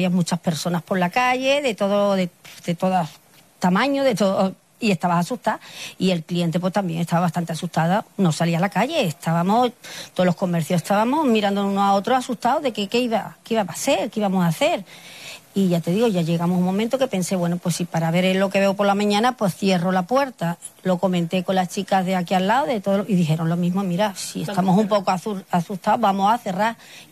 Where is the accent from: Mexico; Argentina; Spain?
Spain; Ceuta; De decir que Ceuta es nuestra y que la queremos y somos españoles.